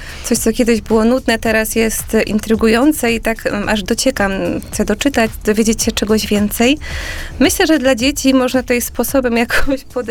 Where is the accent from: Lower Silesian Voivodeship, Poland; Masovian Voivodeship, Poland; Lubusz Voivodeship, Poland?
Masovian Voivodeship, Poland; Warsaw; szczególnie w miastach, ja jestem z Warszawy, więc dla mnie to jest mniej taka praktyka znana